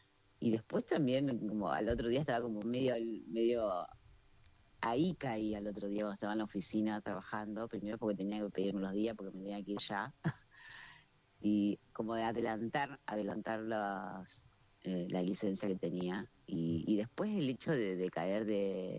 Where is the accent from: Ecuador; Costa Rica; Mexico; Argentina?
Argentina; nosotros somos argentos, pero como nadie.